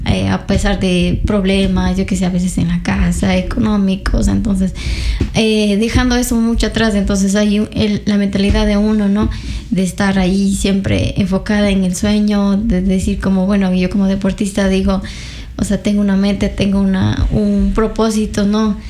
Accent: Ecuador

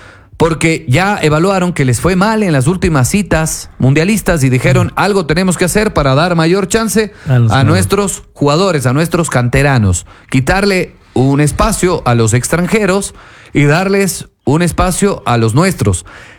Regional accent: Cuenca, Azuay, Ecuador

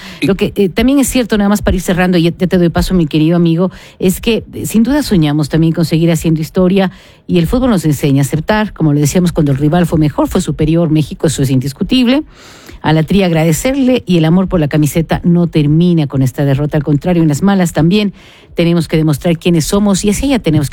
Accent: Colombia; cuando Colombia está en buena racha, somos colombianos.

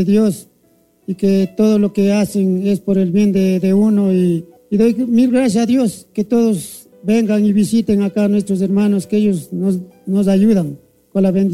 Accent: Cochabamba, Bolivia; soy de Cuchabamba.

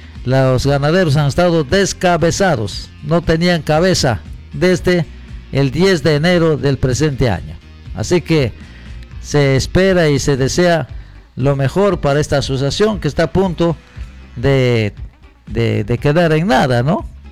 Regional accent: Peru; ¿Qué hacemos los peruanos?

